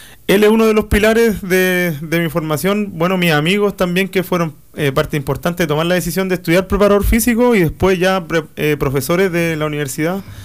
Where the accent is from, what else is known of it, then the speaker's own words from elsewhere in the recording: Chile; yo nací y criado en René Schneider, en la región